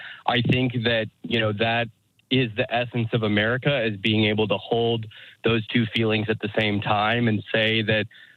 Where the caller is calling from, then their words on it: St. Louis, Missouri, United States; I'm calling from St. Louis, Missouri.